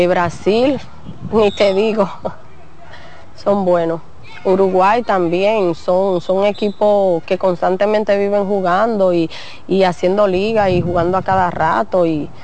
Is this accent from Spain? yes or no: no; Dominican Republic